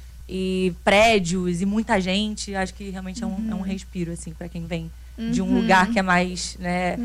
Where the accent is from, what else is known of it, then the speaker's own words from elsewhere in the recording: Rio de Janeiro, Brazil; eu sou do Rio de Janeiro, e no Rio de Janeiro a gente tem muita praia